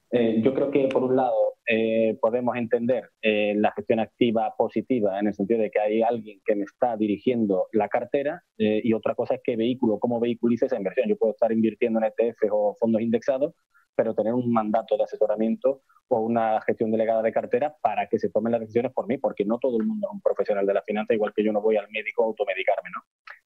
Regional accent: Galicia, Spain; como buen gallego depende. Te diría, o como buen banco gallego te diría que depende

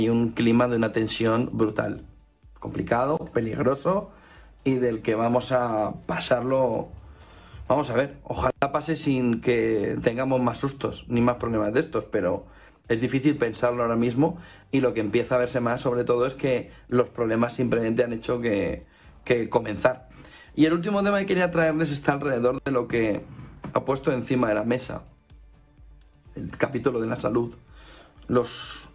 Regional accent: Alicante, Valencian Community, Spain; En Alicante, en mi tierra, es pan de todos los días, de todos los veranos. Cuando acaba el verano, después de haber pasado el sobrecalentamiento que hemos tenido brutal, pero esto ya era cuando yo era pequeño, ¿eh?

